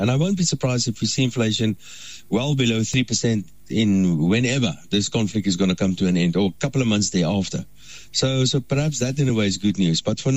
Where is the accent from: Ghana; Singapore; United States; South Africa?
South Africa